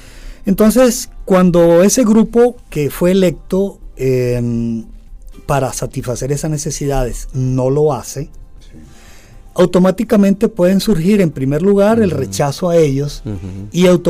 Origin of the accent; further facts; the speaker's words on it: Venezuela; born there; moved away; also born or lived in Honduras; caso mío, Venezuela.